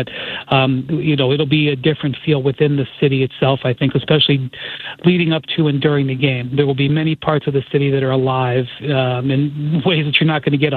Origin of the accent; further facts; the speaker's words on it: Ohio, United States; Obviously, I'm from Northeast Ohio, and I had covered, you know, the primary part of LeBron's career to that point